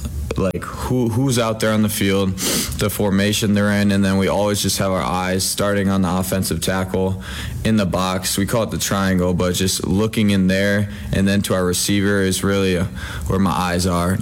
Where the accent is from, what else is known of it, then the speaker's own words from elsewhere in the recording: Minnesota, United States; it really was a blessing being able to play at my home state and for like a team I grew up watching. My parents went to the University of Minnesota